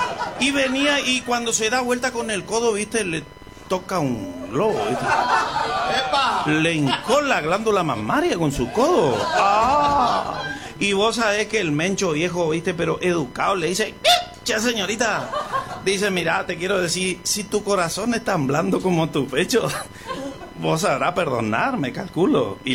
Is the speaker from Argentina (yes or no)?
yes; Loreto, Santiago del Estero, Argentina; ¡Ese es mi pueblo! ¡El único que habla de Santiago del Estero! En Loreto tenemos un chango